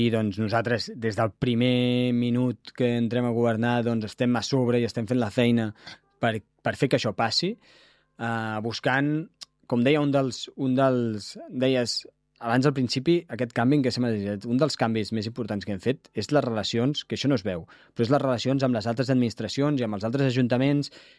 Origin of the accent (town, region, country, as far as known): Catalonia, Spain